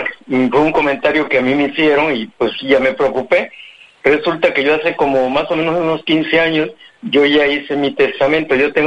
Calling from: Veracruz, Mexico; De aquí de Veracruz. De aquí del centro, de la colonia Centro.

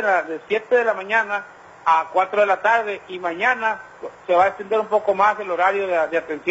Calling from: Baja California, Mexico; acá del Valle Mexicali.

